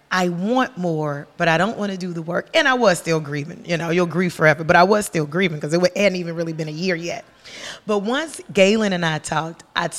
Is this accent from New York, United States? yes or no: no; Chicago, Illinois, United States; Now, listen, I'm from Chicago, and which ain't had nothing to do with it, but I'm from Chicago